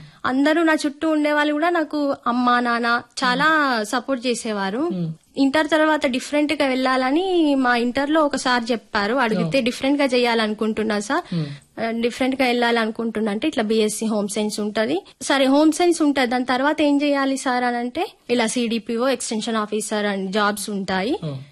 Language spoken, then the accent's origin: Telugu; Utnoor, Telangana, India; నాది ఆదిలాబాద్ జిల్లా ఊట్నూరు మండలం సార్. నేను 1 నుండి 7వ తరగతి ఊట్నూరులోని సరస్వతి శిశు మందిర్ పాఠశాలలో చదువుకున్నాను